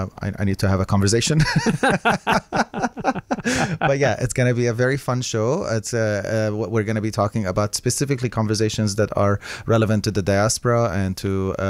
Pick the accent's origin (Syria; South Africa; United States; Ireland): Syria; Aleppo, Aleppo Governorate; I'm from Aleppo, Syria, and I was there during the war